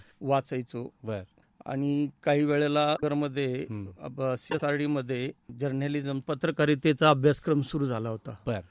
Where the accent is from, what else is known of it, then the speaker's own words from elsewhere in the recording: Ahmednagar district, Maharashtra, India; born there; also born or lived in Shrigonda / Jamkhed / Pathardi; माझं वडिलांच्या नोकरीमुळं माझं बालपण तसं जिल्हाभर गेलं, म्हणजे अनेक ठिकाणी आम्ही होतो, म्हणजे माझा जन्मनगरचा, पण शिक्षणानिमित्त मी श्रीगोंदा, जामखेड, पाथर्डी अशा बऱ्याच ठिकाणी फिरलो